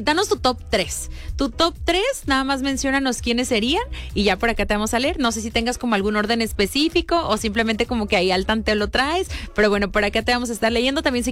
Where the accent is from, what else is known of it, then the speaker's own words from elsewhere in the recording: Mexico; como buen mexicano y mexicana, apoyamos a nuestro equipo